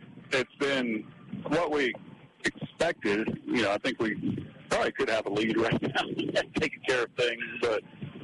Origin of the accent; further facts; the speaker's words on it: Longview, Texas, United States; moved away; my hometown of Longview